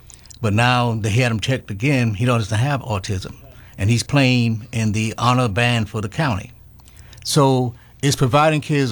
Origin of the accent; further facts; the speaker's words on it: Miami, Florida, United States; also born or lived in Miramar; I'm a native of Miami. I was born in an area called Overtown. I was raised in Liberty City. I raised my kids in Miami Gardens and now live in Miramar.